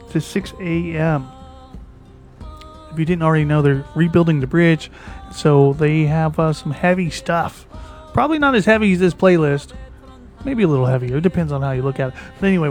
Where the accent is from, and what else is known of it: Australia; now in Boulder Creek, United States